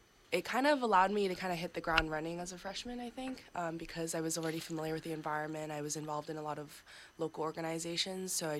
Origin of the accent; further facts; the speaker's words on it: New York, United States; born there; also born or lived in Pennsylvania; I was born in Pennsylvania. I lived there for 9 years, and then I moved to New York. So I went to high school in the city